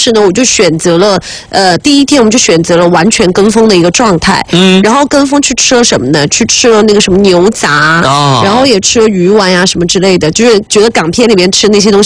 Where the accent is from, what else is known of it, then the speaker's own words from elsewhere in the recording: Sichuan, China; 我们作为一个四川人